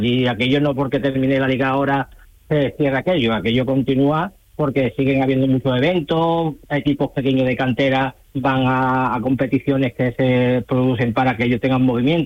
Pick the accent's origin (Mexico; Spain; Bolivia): Spain; Andalusia; aunque yo siempre soy de Canal Sur, por mi tierra